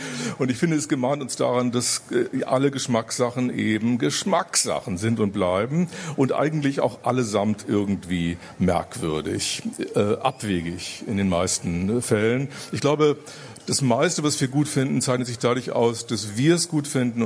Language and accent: German; Bremen, Germany; Also ich komme ja aus Bremen